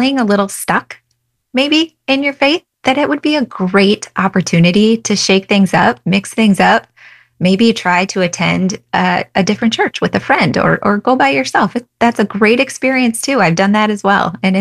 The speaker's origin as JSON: {"language": "English", "region": "Minnesota", "country": "United States", "tie": "born or raised there", "said": "I grew up right here in Minnesota, born and raised."}